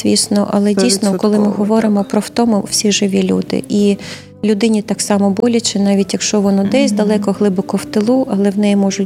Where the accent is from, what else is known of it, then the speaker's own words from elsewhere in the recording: Odesa, Odesa Oblast, Ukraine; я з Одеси, місто літератури